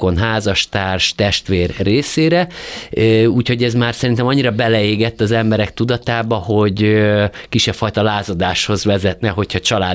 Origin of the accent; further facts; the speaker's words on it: Hungary; amikor megtudta, hogy magyar vagyok